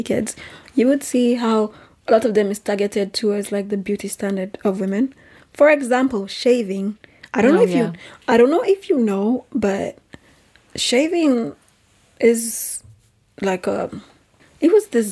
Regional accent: Nigeria; now in Europe; I grew up in Nigeria and we didn't need to shave legs. When I moved to Europe

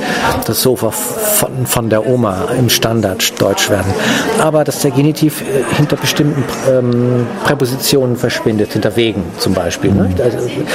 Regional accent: Schleswig-Holstein, Germany; born or raised there

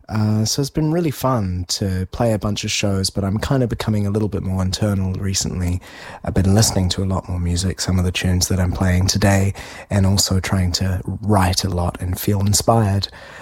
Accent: New Zealand; now in London, United Kingdom; I grew up in New Zealand and I've moved to London about 3 years ago. And I love London.

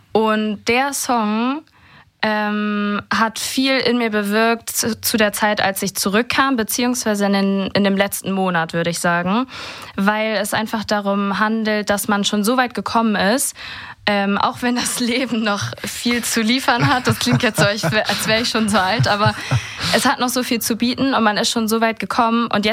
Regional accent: Flintbek, Schleswig-Holstein, Germany; now in Kiel, Germany

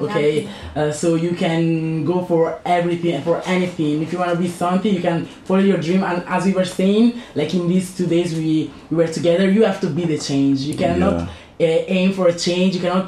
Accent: Italy; English is a second language; We were born in Italy, we grew up in Italy, we studied in Italy, we speak Italian, and so Italians don't feel us as like Italians.

